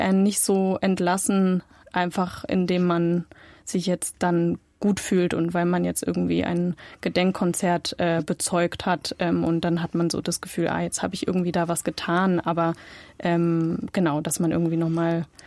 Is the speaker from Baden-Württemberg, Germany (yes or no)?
no; Halle, Saxony-Anhalt, Germany; eine Erinnerung an meine Jugend in Halle.